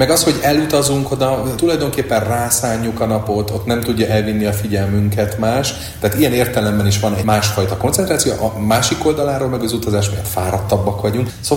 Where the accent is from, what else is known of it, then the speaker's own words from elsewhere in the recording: Sopron, Győr-Moson-Sopron, Hungary; now in Debrecen, Hungary; Ugye én soproni vagyok, az a másik vége